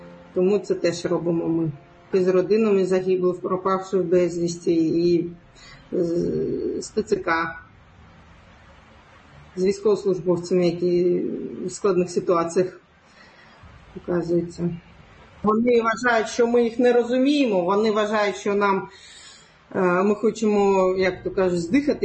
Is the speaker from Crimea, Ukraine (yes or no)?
yes; Crimea, Ukraine; Коли я спілкуюся зі своїми побратимами, і вони дізнаються, що я з Криму